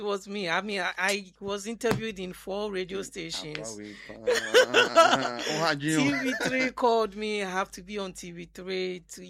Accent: Sekondi, Western Region, Ghana; born there; I was born in Sekendi, not from, let's say, well-to-do family.

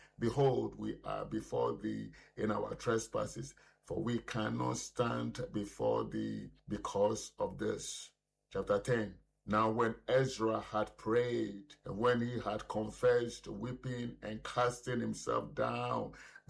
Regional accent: Ghana; let us zero it in on my beloved country, Ghana. As I told you, I want to let you know I was born on March 6, 1957. So Ghana is in my heart.

